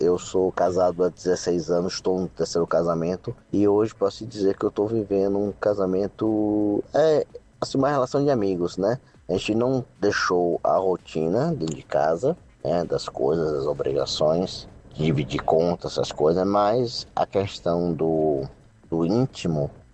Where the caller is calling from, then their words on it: Salvador, Bahia, Brazil; sou de Salvador, Bahia.